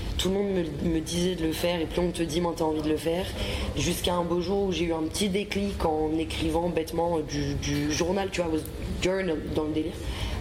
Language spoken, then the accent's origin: French; France; je suis un projet francophone, je suis française.